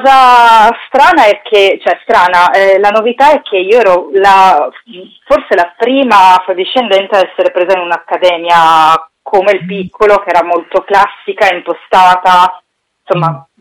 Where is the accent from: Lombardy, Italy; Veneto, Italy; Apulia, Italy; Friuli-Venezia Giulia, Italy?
Lombardy, Italy; Milan; Io sono cresciuta a Milano.